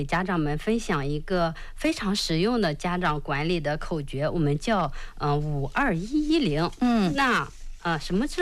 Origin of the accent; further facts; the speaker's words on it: Northeast China, China; 这就是为什么说那个我们东北人他都是高大个，